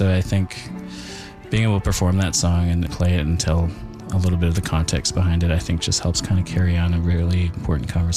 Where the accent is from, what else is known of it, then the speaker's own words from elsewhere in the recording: Thunder Bay, Ontario, Canada; I grew up in the North and I can kind of see where that ends. You know, I grew up in Thunder Bay and a lot of that kind of language was used up there and it matters.